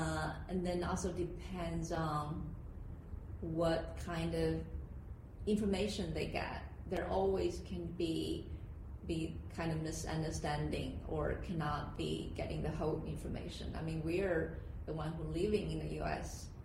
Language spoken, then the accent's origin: English; China; moved away; I mean, I was born and raised in China, even though it's my country. I live mainly in the east coast of the capital city of Beijing or Shanghai, you know, the big city.